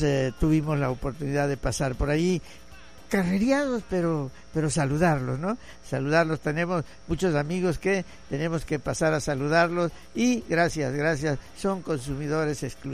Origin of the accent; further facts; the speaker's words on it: Cuyo Álvaro Obregón, Tabasco, Mexico; moved away; de mi pueblo, allá del Cuyo Álvaro Obregón, de la colonia Berriozábal, Francisco J. Berriozábal, y también allá de Torno Largo